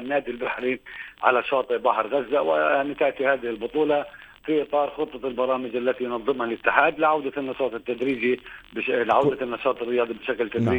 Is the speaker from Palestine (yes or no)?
yes; Palestine; now in Gaza Strip, Palestine; كلنا كفلسطينيين